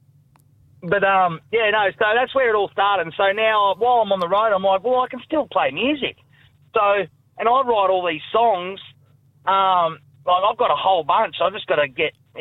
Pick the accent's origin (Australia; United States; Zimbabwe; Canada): Australia; We're bloody Australian down here, mate.